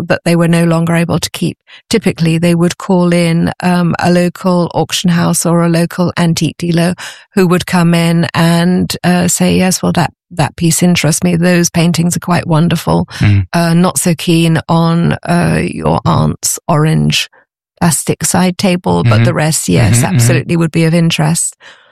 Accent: United Kingdom; now in France; I'm British originally, and I sometimes antique in a hunt in England, but it's a very different style.

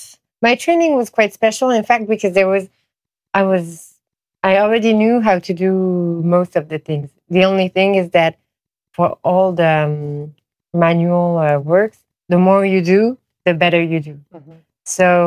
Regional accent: Paris, Île-de-France, France; Because for me, and I was born and raised in Paris, so I think for a lot of other Parisians too, you don't go to Opéra unless, fine, it's more for tourists.

